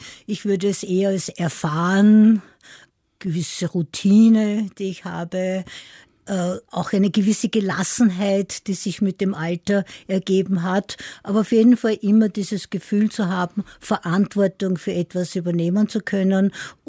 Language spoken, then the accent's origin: German; Vienna, Austria; Ich bin in der Haberlgasse aufgewachsen.